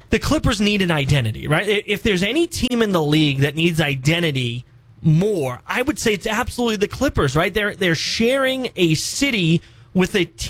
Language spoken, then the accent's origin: English; New York City, New York, United States; moved away; I grew up in Ozone Park, Queens, New York